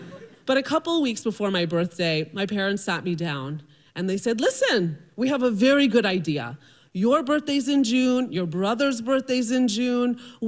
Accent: Palestine; I would get asked, but … where are you really from? And I would say, that was confusing. I would say, I'm Palestinian. My parents are from Palestine

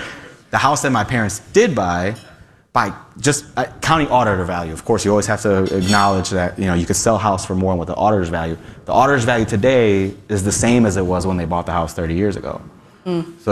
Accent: Ohio, United States; So I grew up on Stockyards neighborhood, west side of town, West 70th and Clark, 69 block of Clark. My family moved here from the 90s and from Puerto Rico.

